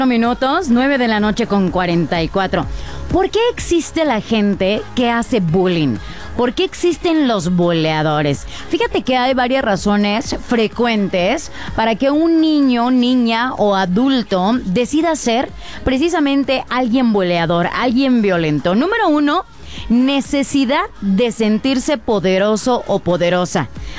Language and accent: Spanish; Mexico; Yo soy morena como mi tierra, como mi tierra preciosa, y rasgos mestizos. O sea, de verdad una mexicana mexicana, bellísima.